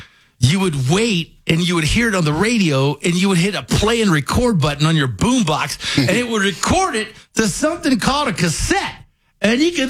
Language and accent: English; Winchester, Kentucky, United States; moved away; I grew up in Winchester, Kentucky